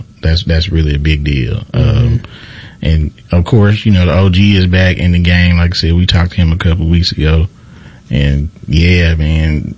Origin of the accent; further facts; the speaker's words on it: Greenville, Mississippi, United States; Like, I'm from Greenville. I know that's country, but I know Thomastown got to be country.